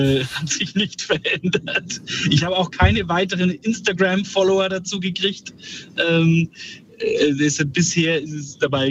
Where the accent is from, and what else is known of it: Bayreuth, Bavaria, Germany; born or raised there; now in Berlin, Germany